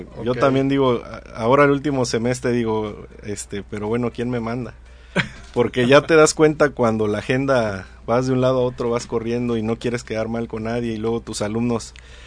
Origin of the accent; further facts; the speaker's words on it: Acapulco, Guerrero, Mexico; also born or lived in State of Mexico; Llegamos a Acapulco. Hago aquí pues toda mi vida. Yo soy acapulqueño. Aunque nací en el Estado de México, pues desde los 2 años vivo aquí. No me acuerdo nada de allá. Si me preguntan, prácticamente toda mi vida ha sido en Acapulco.